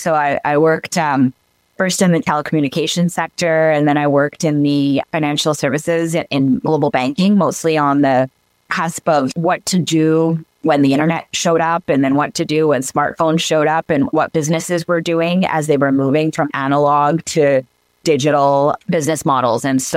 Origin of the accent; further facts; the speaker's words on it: Vancouver, British Columbia, Canada; also born or lived in Burnaby / Surrey / Belcarra / Anmore; now in Port Moody, Canada; I was in Vancouver. My family was in Vancouver when I was born. I was born in Richmond General. I got to, you know, live in Burnaby. I got to live in Surrey. I've lived in Belcarra and Anmore.